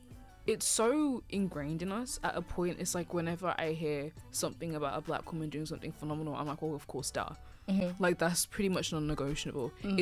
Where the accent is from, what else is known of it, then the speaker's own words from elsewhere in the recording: Zimbabwe; moved away; I'm from Southern Africa, I'm from Zim